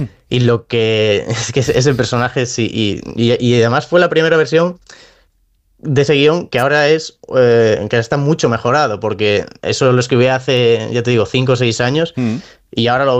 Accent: Comillas, Cantabria, Spain; Bueno, yo soy de Comillas, que Santander nos queda lejos, pero el Racing claramente pues, es el equipo de aquí de Cantabria, que le tenemos todos muchísimo cariño.

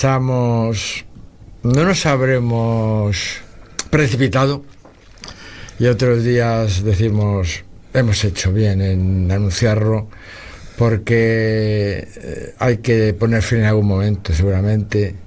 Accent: Cardeñosa, Castile and León, Spain; en mi pueblo, en Cardeñosa

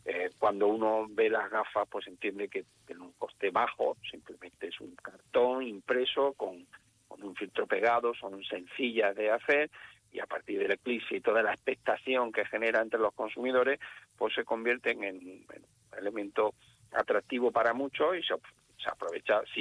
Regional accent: Granada, Andalusia, Spain; moved away; encantado de hablar en Granada, que es mi tierra, de la que yo hago patria constantemente.

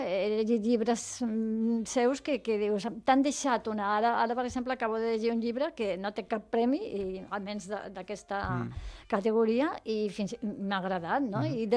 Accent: Barcelona, Catalonia, Spain; primer perquè sóc de Barcelona, i jo volia que Barcelona fos un personatge més de la novel·la

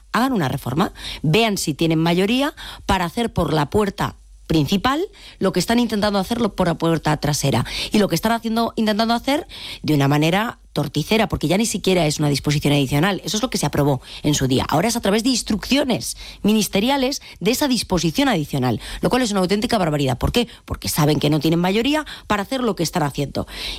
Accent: Galicia, Spain; ¿Por qué yo como gallega no puedo votar en unas elecciones municipales y autonómicas en Galicia

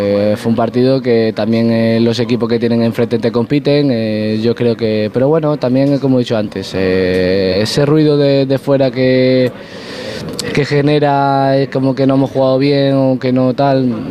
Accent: Extremadura, Spain; he sentido muy, muy querido en Extremadura, la verdad. También cuando tengo la oportunidad de ir a mi pueblo, toda esa gente que te arropa.

